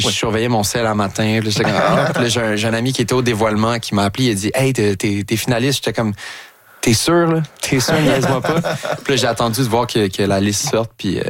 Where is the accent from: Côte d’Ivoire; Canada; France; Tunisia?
Canada; Longueuil, Quebec; moi, j'ai grandi dans le Vieux-Longueuil, puis lui aussi habitait là.